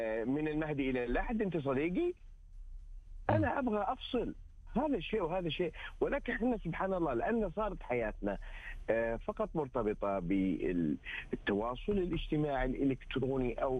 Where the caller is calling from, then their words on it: Riyadh, Riyadh Province, Saudi Arabia; من الرياض.